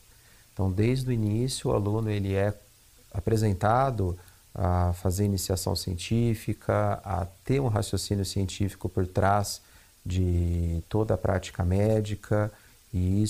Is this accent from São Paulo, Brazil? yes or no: yes; São Paulo, Brazil; moved away as an adult; also born or lived in Botucatu; eu nasci aqui em São Paulo e estudei bastante em alguns colégios tradicionais aqui da capital.